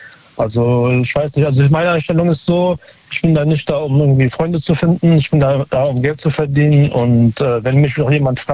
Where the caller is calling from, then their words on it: Berlin, Germany; Aus Neukölln.